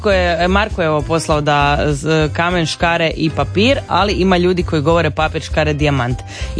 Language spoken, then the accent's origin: Croatian; Croatia; Mi smo Hrvati